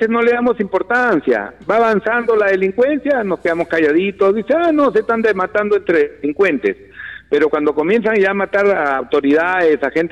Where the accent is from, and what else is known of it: Olmos, Lambayeque, Peru; moved away